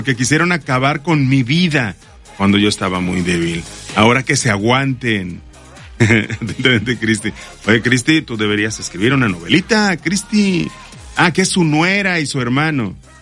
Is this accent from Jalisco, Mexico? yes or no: yes; Guadalajara, Jalisco, Mexico; now in Veracruz, Mexico; Y en mi tierra, yo soy de Guadalajara, se le llama menudo.